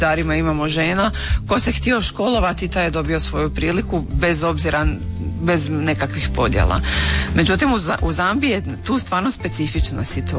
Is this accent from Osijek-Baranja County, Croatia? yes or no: yes; Osijek, Osijek-Baranja County, Croatia; i mi smo iz Osijeka